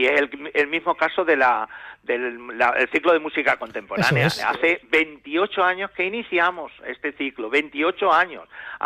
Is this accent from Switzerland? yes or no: no; Malpartida de Cáceres, Extremadura, Spain; ver en mi pueblo, en el cine de mi pueblo